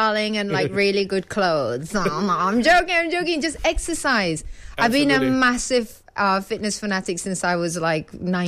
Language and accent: English; Shah Alam, Selangor, Malaysia; also born or lived in Ireland / Sungai Buloh / Petaling Jaya; So even though I was born in Ireland, but I was raised here in Malaysia. Mm. So I was raised in Shah Alam, in Sungai Buloh. Mm-hmm. I was raised in PJ.